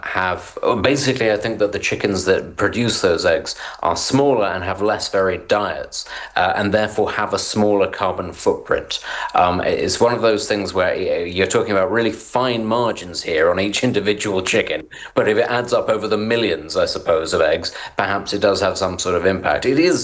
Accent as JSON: {"language": "English", "region": "England", "country": "United Kingdom", "said": "I'm English."}